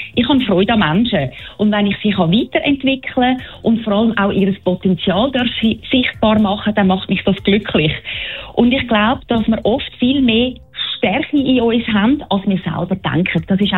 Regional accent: Zurich, Switzerland; born there; also born or lived in Fribourg, Switzerland; ich bin aufgewachsen in der französischen Schweiz, in Fribourg. Bis zu der dritten Klasse habe ich dort die Schule zweisprachig besucht, bevor wir dann auf Zürich gezügelt sind. Und heute lebe ich in der Nähe von Zürich.

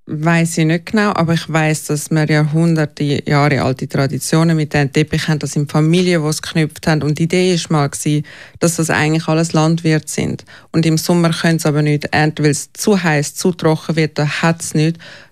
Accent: Switzerland; Und es war schon eine ständige Angst gewesen, aber mehr als Schweizer, wo man Angst hat, dass man nichts Falsches macht, damit einem ja nichts passiert mehr.

